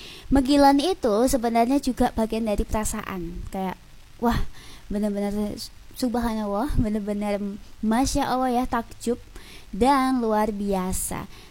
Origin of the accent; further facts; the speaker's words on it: Lamongan, East Java, Indonesia; born there; sekalipun aku sempet ngerantau juga ya sobat. Itu adalah momen dimana aku deket sama alam Lamongan